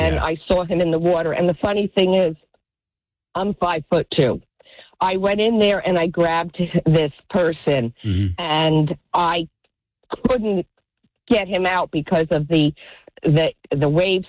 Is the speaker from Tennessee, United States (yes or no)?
no; New Jersey, United States; I grew up in North Jersey, but spent my summers down on the Jersey Shore